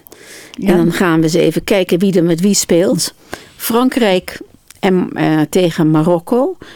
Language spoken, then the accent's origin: Dutch; Netherlands; Dan hebben wij als Nederlanders, kunnen we een beetje meevieren.